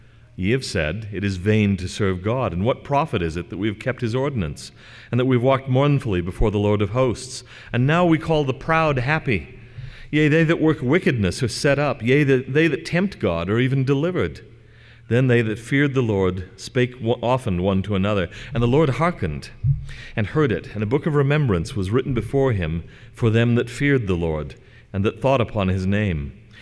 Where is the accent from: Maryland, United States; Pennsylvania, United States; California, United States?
California, United States; growing up in California.